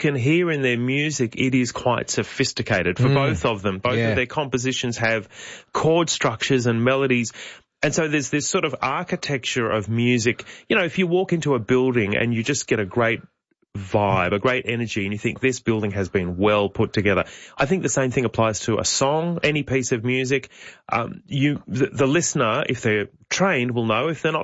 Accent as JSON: {"language": "English", "town": "Newcastle", "region": "New South Wales", "country": "Australia", "tie": "born or raised there", "also_born_or_lived": "Sydney", "lives_now": "Melbourne, Australia", "said": "because I grew up in New South Wales, the one I'm associated with is the New South Wales School Spectacular"}